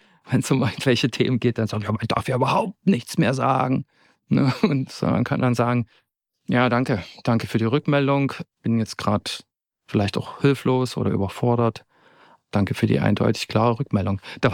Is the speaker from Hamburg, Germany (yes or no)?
no; Zittau, Saxony, Germany; now in Dresden, Germany; Und da ist beispielsweise so, dass natürlich die psychische Unterstützung da, wo ich herkomme, ganz anders ist als in Dresden. Ich habe in Dresden viel schneller Therapie gefunden als noch in Zittau